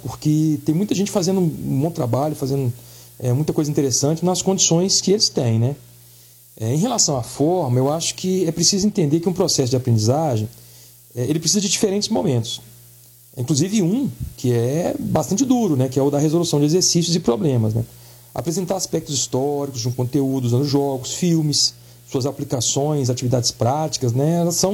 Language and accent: Portuguese; Belo Horizonte, Minas Gerais, Brazil; now in Ouro Preto, Brazil; quando eu cheguei em Ouro Preto, eu vim de Belo Horizonte, minha família é de lá, vim para o FOP fazer faculdade, né?